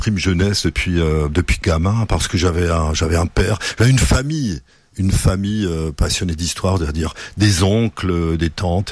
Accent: Grand Est, France; j'ai grandi en tant que Français, comme tous les Alsaciens, Mosellans du coin.

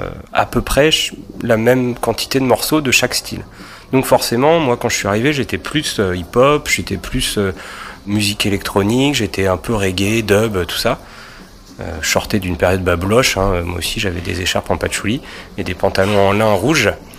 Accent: Bourges, Centre-Val de Loire, France; on est de la région centre, moi je viens de Bourges.

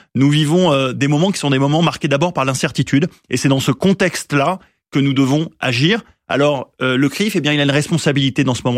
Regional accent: France; nous sommes d'une certaine manière sans cesse sur nos gardes en tant que Français juifs

